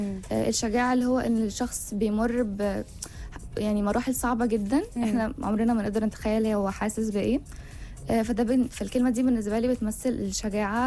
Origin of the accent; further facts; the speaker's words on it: Egypt; وانا بس من مصر.